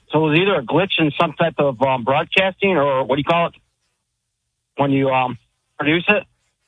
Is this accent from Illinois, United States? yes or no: no; New York, United States; now in Maui, United States; I was born in New York and grew up there, and I remember 9/11.